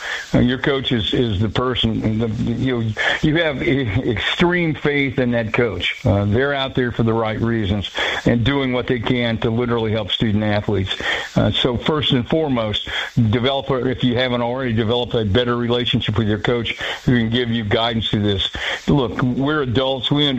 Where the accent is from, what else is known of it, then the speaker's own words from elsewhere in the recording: Plainfield, United States; You know, I grew up in Plainfield, so if the local bank in Plainfield wants me to come out and take a picture